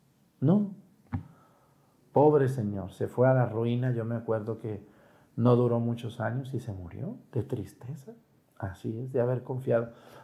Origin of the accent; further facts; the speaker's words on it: Mexticacán, Jalisco, Mexico; moved away; ese señor tenía un rancho ahí cerca de mi pueblo, en Mexicacán.